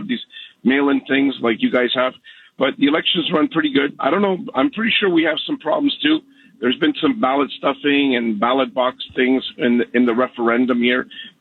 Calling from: Canada; I'm listening up in Canada

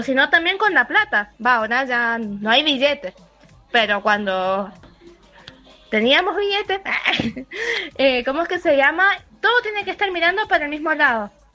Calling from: Godoy Cruz, Mendoza, Argentina; de Godoy Cruz.

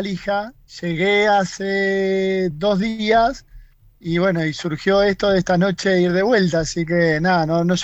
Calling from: Buenos Aires, Argentina; Acá en Buenos Aires

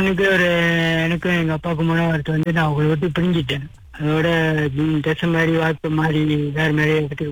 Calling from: Perak, Malaysia; இப்ப நான் ஒரு இடத்துல வேலை செஞ்சுட்டு இருக்கேன், பேராக்குல வேலை செஞ்சுட்டு இருக்கேன்.

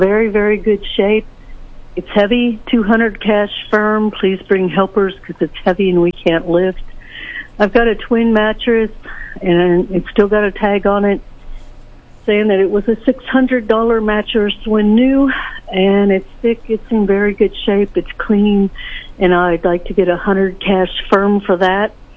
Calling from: Sedalia, Missouri, United States; Hi, I'm calling from Sedalia.

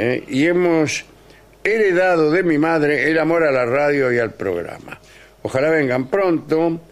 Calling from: Cipolletti, Río Negro, Argentina; de Cipolletti, Río Negro.

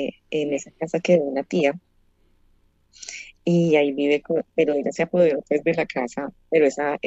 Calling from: Ibagué, Tolima, Colombia; yo soy de Ibagué.

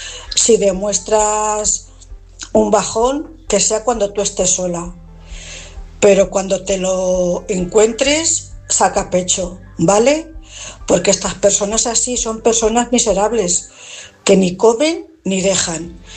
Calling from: Cuenca, Castilla-La Mancha, Spain; corresponsal de Cuenca.

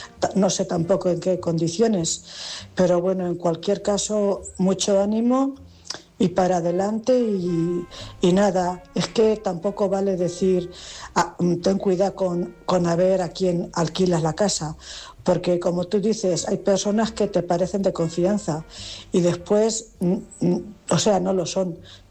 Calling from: Cuenca, Castilla-La Mancha, Spain; Buenas noches … de Cuenca.

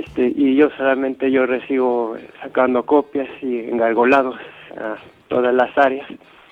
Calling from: Mexico City, Mexico; De la Ciudad de México, en Benito Juárez.

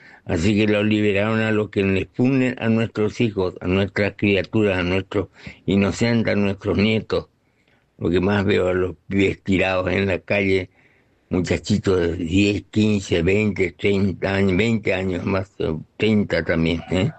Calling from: Formosa, Argentina; de Formosa.

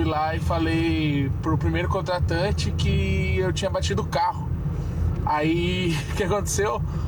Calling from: Foz do Iguaçu, Paraná, Brazil; sou de Foz do Iguaçu.

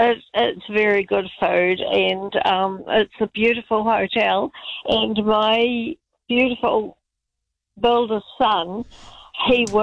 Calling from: Invercargill, Southland, New Zealand; I'm in Invercargill.

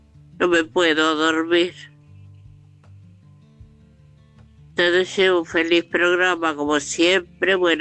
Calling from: Casanova, Buenos Aires Province, Argentina

